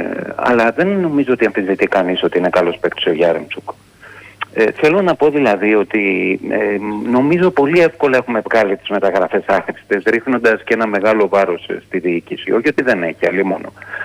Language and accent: Greek; Piraeus, Attica, Greece; Καλησπέρα … από το Πειραιά.